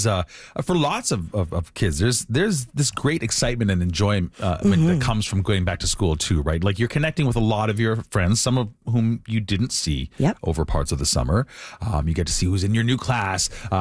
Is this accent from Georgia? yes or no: no; Winnipeg, Manitoba, Canada; The big thing for me and my group of friends, I grew up in Winnipeg.